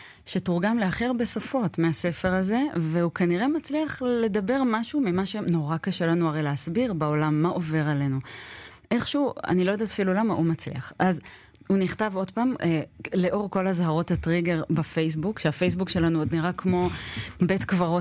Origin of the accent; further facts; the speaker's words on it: Tel Aviv, Tel Aviv District, Israel; שלומי כתל אביבית